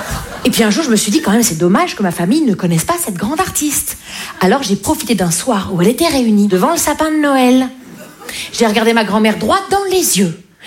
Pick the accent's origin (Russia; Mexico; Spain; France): France; Grand Est; accent: Vosges